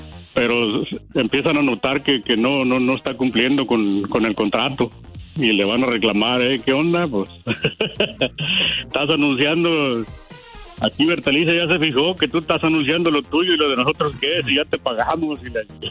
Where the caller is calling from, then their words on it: Riverside, California, United States; Acá por Riverside